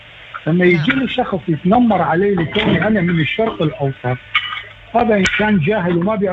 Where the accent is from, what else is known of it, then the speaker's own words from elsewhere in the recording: Iraq; now in Preston, Sydney, Australia; احنا من احنا صغار في مدارسنا، أنا بالعراق كنا نقرأ تاريخ أوروبا، نقرأ تاريخ العالم